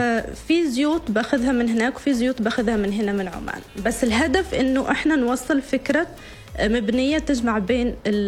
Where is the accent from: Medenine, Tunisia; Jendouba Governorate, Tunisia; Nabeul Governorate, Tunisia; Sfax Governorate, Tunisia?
Jendouba Governorate, Tunisia; moved away as an adult; also born or lived in Sousse, Tunisia; now in Oman; احنا من الشمال الغربي.